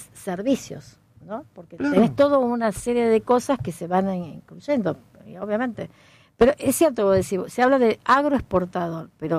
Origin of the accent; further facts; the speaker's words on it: Argentina; La inventiva que tenemos como argentinos es increíble.